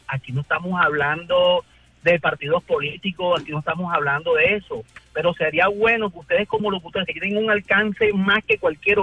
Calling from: Colombia; Nosotros como colombianos somos muy unidos.

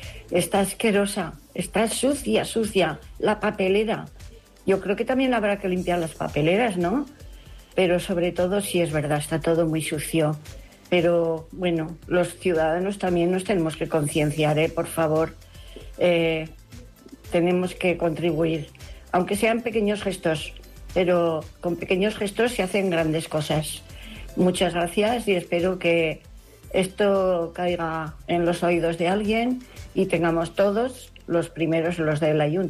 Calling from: Zaragoza, Aragon, Spain; de Zaragoza

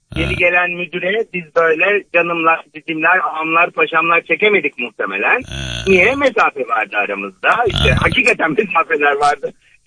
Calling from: Istanbul, Turkey; İstanbul'dan arıyorum.

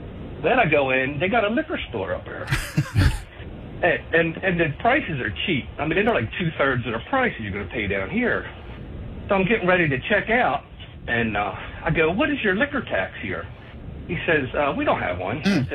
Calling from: Maryland, United States; He says, where are you from, Maryland? I said, yeah.

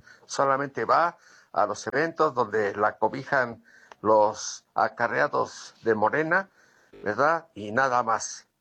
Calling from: Toluca, State of Mexico, Mexico; de Toluca.

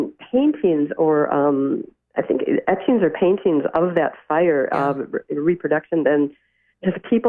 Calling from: Wisconsin, United States; I'm from Wisconsin.

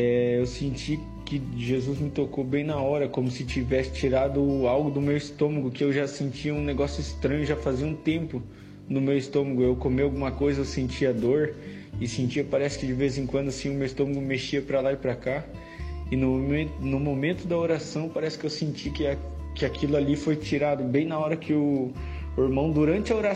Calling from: São José, Brazil; de São José.

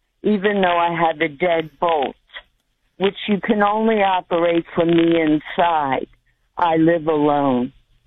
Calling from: New Jersey, United States; I'm calling from South Jersey

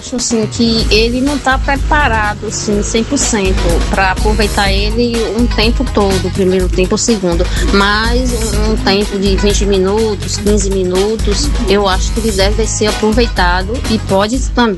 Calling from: Salvador, Bahia, Brazil; De Pituaçu.

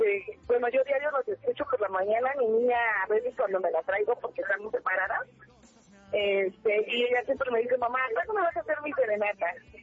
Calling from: Texcoco, State of Mexico, Mexico; Vivo en Texcoco y diario me traslado a Otumba.

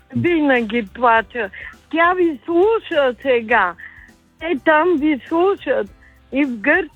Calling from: Montana, Montana Province, Bulgaria; От Монтана съм

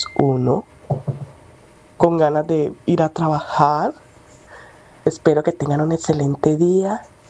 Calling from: Santiago, Santiago Metropolitan Region, Chile; Le hablo desde Santiago de Chile.

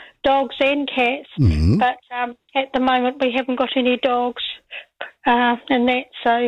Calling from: Canterbury, New Zealand; We're from I'm from North Canterbury.

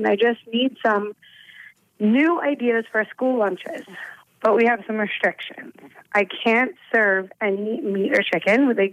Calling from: New York City, New York, United States; Hi, this is … from Brooklyn.

